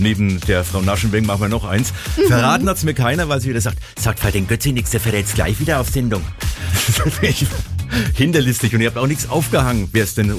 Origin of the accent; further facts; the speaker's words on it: Kronach district, Bavaria, Germany; Ich komme aus dem Kronheil-Landkreis